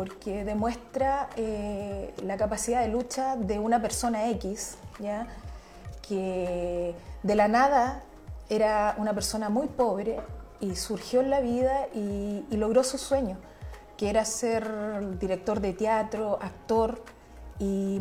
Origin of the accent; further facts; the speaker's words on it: Chile; como país, como chilenos